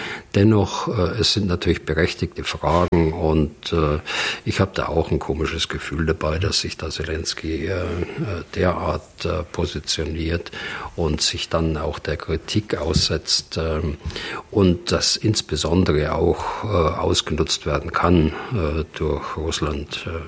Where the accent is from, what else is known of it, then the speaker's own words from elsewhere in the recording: West Germany, Germany; bei uns in Westdeutschland, wo ich groß geworden bin, da hat es auch lange gebraucht